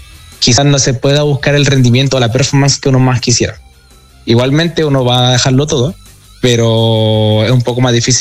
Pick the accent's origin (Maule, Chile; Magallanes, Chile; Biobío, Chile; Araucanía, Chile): Maule, Chile; Curicó; born there; also born or lived in Buin; now in Santiago, Chile; yo muchos años viví en Buin, y volví a Curicó, que yo nací en Curicó, después me fui a Buin a vivir, y después el 2009 volví a Curicó